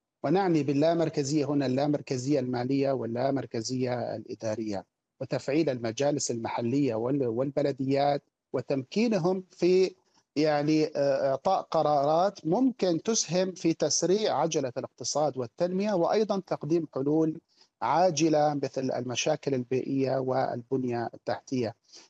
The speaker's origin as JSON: {"language": "Arabic", "country": "Kuwait", "said": "يعني عندنا في الكويت الجمعيات التعاونية دائما ما تقدم أسعار أقل من الأسعار الموجودة مثلا في السوبر ماركتس أو القطاع الخاص."}